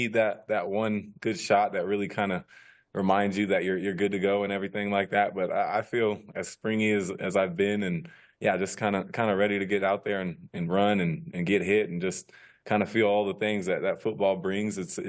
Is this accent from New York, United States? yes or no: no; California, United States; But growing up in California